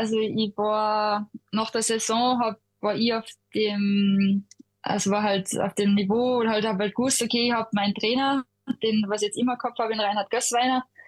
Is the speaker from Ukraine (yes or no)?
no; Austria; bleib gern Österreicherin.